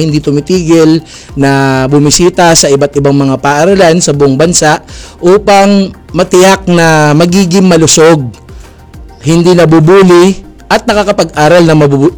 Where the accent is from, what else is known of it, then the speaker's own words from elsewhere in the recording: Western Visayas, Philippines; Saka ilonggo kasi ako.